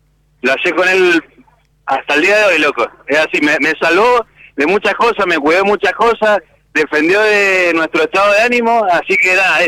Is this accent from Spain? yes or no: no; Mendoza, Argentina